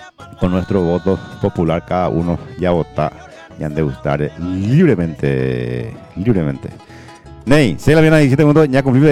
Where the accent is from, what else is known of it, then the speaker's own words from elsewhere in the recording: Paraguay; como buen ciudadano, como buen paraguayo que somos, ya cumpliendo el derecho al sufragio